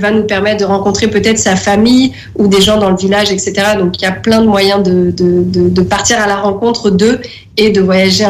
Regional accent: France; also born or lived in Mali; chez nous en France

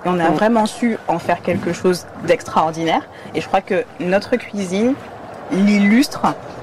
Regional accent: Guadeloupe, France; En tant que Guadeloupéen, en tant qu'Antillais

